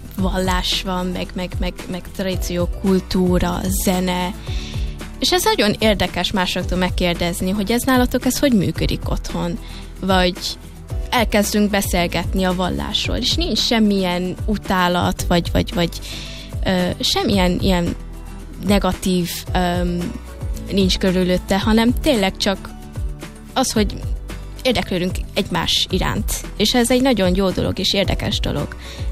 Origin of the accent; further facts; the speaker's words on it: Hungary; now in Netherlands; Mert szerintem elég unalmas lenne, ha mindenki azt mondja, hogy holland vagyok, mert már 20 éve itt élek.